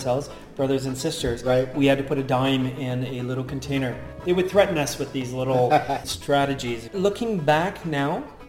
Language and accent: English; Stoney Point, Ontario, Canada; first language French; English is a second language; also born or lived in Ottawa; growing up in Stony Point, here in Point d'Arche, my neighbors, we all spoke French amongst one ourselves. And when I went to St. Paul, which would be the school here in Stony Point, entirely in French.